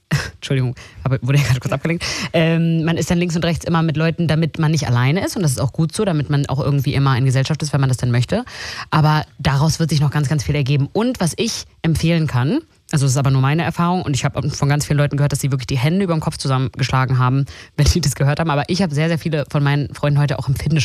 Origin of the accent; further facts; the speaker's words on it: Berlin, Germany; born there; ich bin in Berlin geboren und habe auch in Berlin studiert